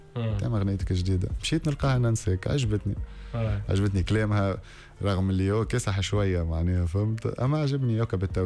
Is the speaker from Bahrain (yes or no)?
no; Tunisia